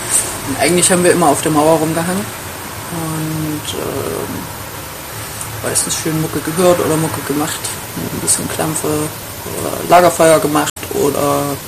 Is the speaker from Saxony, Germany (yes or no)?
yes; Dresden, Saxony, Germany; Ich komme aus Dresden. Bin hier aufgewachsen. Bin jetzt 29 Jahre alt.